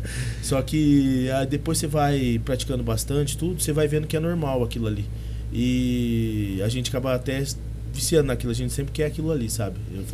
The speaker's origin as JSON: {"language": "Portuguese", "town": "Pitangueiras", "region": "São Paulo", "country": "Brazil", "tie": "born there", "moved": "yes", "lives_now": "Monte Alto, Brazil", "said": "Nasci em Pitangueiras"}